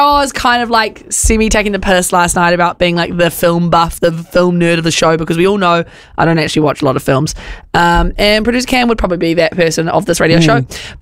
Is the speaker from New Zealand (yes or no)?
yes; Matakana, Auckland, New Zealand; it was actually filmed up where I grew up in Matakana in Omaha.